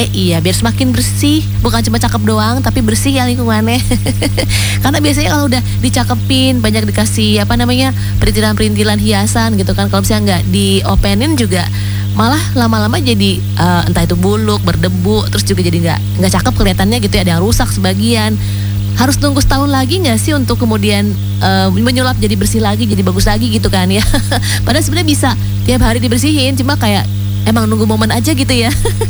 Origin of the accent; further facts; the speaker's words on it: Bogor, West Java, Indonesia; born there; moved away; di Bogor, di tempat kelahiran aku